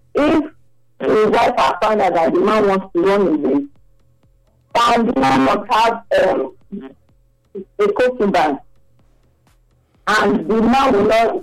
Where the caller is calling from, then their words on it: Benin City, Edo, Nigeria; I'm calling from Benin.